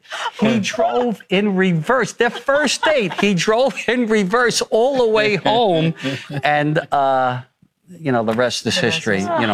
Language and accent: English; New York City, New York, United States; We're all from Staten Island.